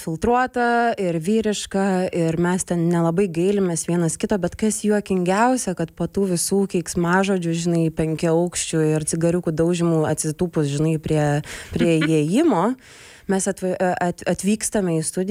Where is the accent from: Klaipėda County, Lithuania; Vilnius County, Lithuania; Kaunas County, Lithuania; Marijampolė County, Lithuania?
Kaunas County, Lithuania; Jonava; aš šiaip tai užaugau Jonavoj, didžiąją savo laiko dalį praleidau su mama.